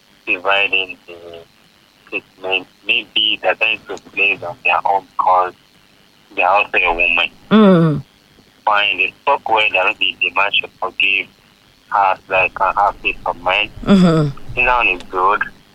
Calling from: Canada; I'm calling from Canada.

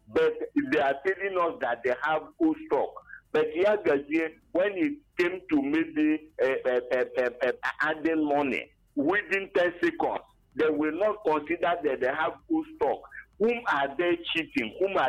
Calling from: Enugu State, Nigeria; I'm calling from Abanike Enugu.

